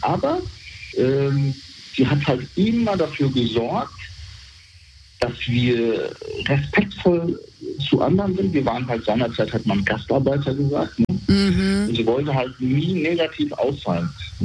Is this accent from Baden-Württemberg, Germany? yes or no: no; Bad Soden am Taunus, Hesse, Germany; und mein Vater kannte halt jeder in diesem Dorf. Ja? Wir sind in Bad Soden am Taunus groß geworden und jeder kannte ihn halt durch seinen Job.